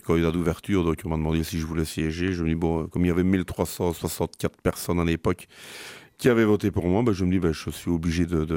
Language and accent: French; Flémalle, Wallonia, Belgium; j'ai 52 ans, ça fait 52 ans que j'habite à Flémal.